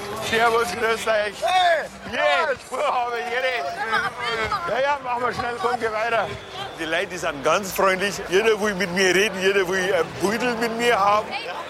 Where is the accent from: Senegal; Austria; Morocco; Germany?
Senegal; Da war ich ja in Afrika, da war ich noch fast ein Kind. 1970.